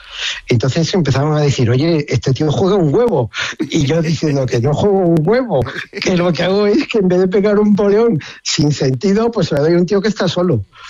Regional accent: Málaga, Andalusia, Spain; also born or lived in Madrid; Pues mira, nacido en Madrid, malagueño.

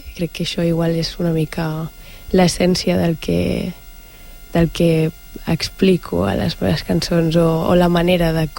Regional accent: Begues, Catalonia, Spain; now in Sant Boi de Llobregat, Spain; jo sóc de Begues i ara visc aquí a Sant Boi

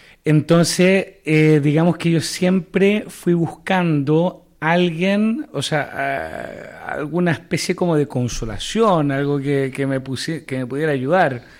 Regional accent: Chile; moved away; also born or lived in England; yo soy chileno, de padre y madre chileno. La verdad que también tuve un nacimiento también un poquillo particular porque yo nací también en Inglaterra.

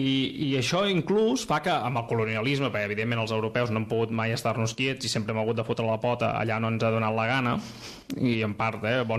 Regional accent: Munich, Bavaria, Germany; de Múnich de tota la vida, vull dir que...

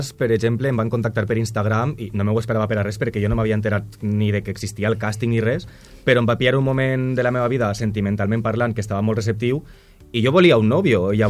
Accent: Valencian Community, Spain; jo sóc valencià

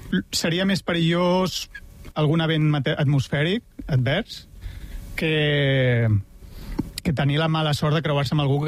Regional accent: Barcelona, Catalonia, Spain; I he vist que quan respon, pues, soc de Barcelona o soc d'Espanya, sempre, indefectiblement, hi ha molt bona acollida entre la gent.

